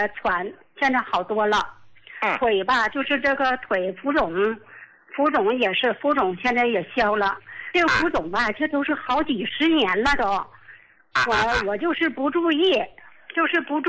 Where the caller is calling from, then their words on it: Qiqihar, Heilongjiang, China; ，我是齐齐哈尔的。